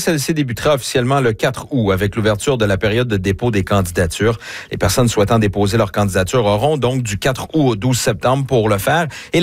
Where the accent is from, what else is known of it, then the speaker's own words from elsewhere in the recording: Canada; Ils ont dit, vous venez d'où? Je viens du Canada.